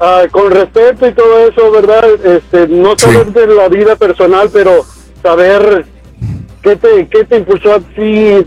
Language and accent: Spanish; Guadalajara, Jalisco, Mexico; born there